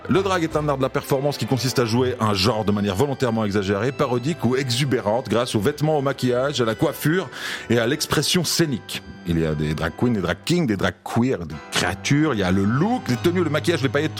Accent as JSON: {"language": "French", "country": "Switzerland", "said": "et donc aussi chez nous, en Suisse."}